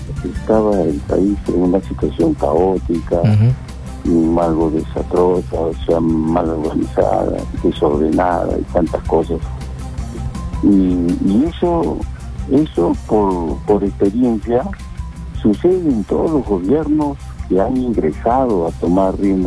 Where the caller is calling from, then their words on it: Huacho, Lima, Peru; Acá, en la ciudad de Huacho